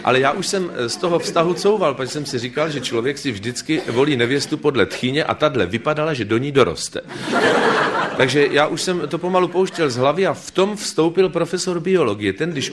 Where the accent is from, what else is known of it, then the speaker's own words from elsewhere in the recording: Třebíč, Vysočina Region, Czechia; also born or lived in Brno; now in Prague, Czechia; že jsem přijel z Prahy kvůli tomu, abych si já, Třebíčák, s vámi povyprávil o Brně. Ale za chvilku pochopíte, že to tak úplně absurdní není. Já jsem tady v Brně přece strávil 25 let